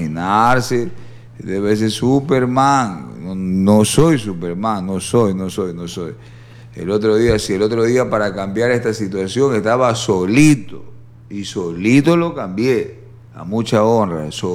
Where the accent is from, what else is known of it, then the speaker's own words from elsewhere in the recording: Machala, El Oro, Ecuador; born there; yo he nacido aquí.